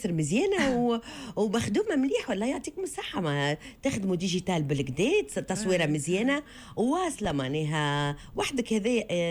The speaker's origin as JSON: {"language": "Arabic", "country": "Tunisia"}